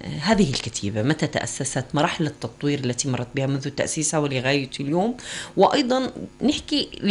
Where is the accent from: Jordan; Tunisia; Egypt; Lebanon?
Jordan; عزيز علينا كأردنيين